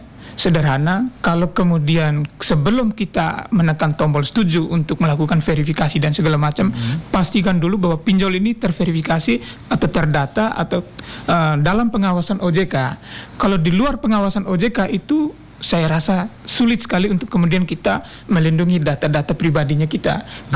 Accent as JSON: {"language": "Indonesian", "area": "Nangaba", "region": "East Nusa Tenggara", "country": "Indonesia", "tie": "born or raised there", "moved": "yes", "lives_now": "Semarang, Indonesia", "said": "Saya asli ATN deh."}